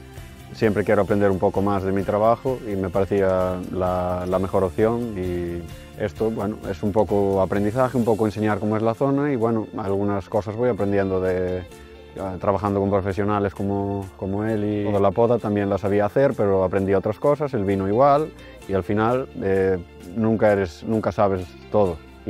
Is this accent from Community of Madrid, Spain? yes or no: no; Cambados, Galicia, Spain; soy de Cambados y soy viticultor.